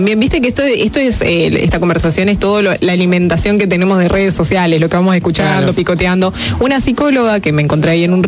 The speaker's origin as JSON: {"language": "Spanish", "country": "Argentina"}